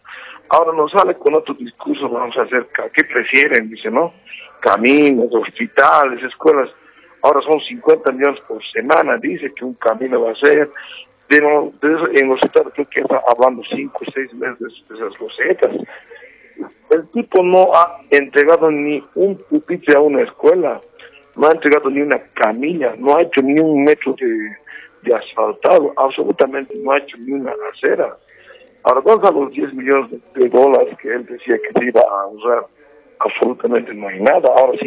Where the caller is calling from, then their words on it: Cochabamba, Bolivia; aquí hablan desde Cochabamba, zona sur.